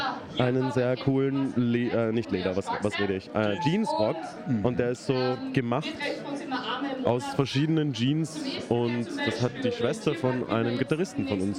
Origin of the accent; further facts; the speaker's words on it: Austria; Also wir sind eigentlich von überall von Österreich